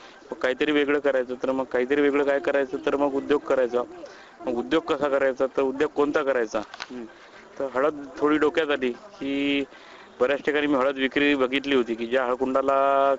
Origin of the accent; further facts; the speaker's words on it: Matoda, Maharashtra, India; माटोडा तालुका मूर्तिजापूर जिल्हा अकोला.